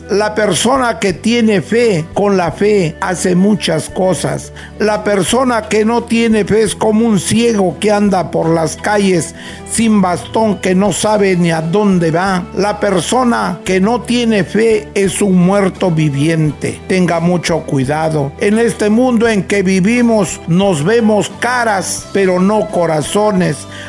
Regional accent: northern Peru, Peru

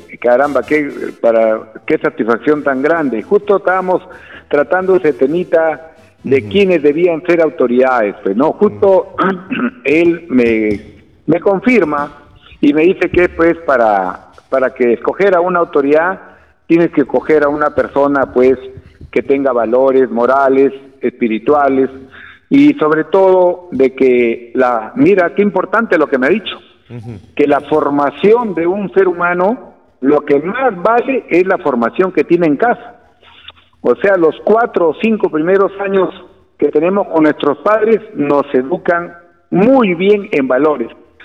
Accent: San Cristóbal, Lambayeque, Peru; born there; Y bueno, yo nací en este hermoso lugar.

